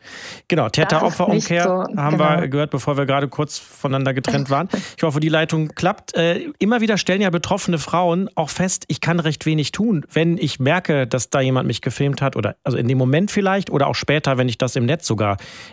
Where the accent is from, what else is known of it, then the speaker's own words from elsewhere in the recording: Rhineland, Germany; Für mich als Rheinländer wäre das höchstens warm machen für Karneval.